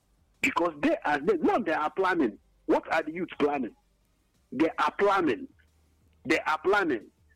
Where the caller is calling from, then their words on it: Enugu, Enugu State, Nigeria; I'm calling from Enugu.